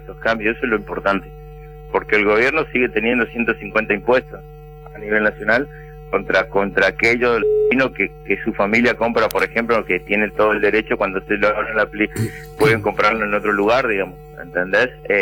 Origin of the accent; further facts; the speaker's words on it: Argentina; seguimos siendo argentinos.